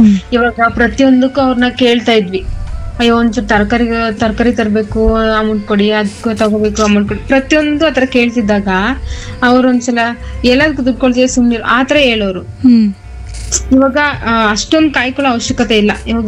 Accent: Karnataka, India

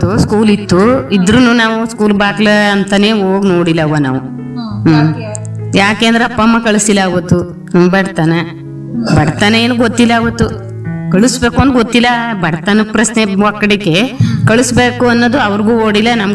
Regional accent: Karnataka, India; ತಟಕೆರೆಯಿಂದ ಬಂದೀವಿ.

